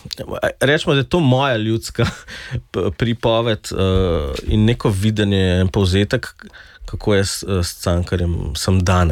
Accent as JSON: {"language": "Slovenian", "town": "Kranj", "region": "Upper Carniola", "country": "Slovenia", "said": "Pač zdaj le jaz prihajam iz Kranja"}